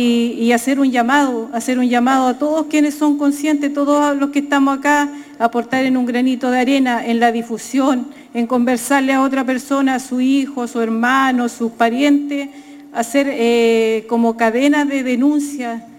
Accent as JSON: {"language": "Spanish", "country": "Chile", "said": "La solidaridad entre nosotros como mapuches chilenos que estamos en resistencia es lo principal para llevar adelante esto"}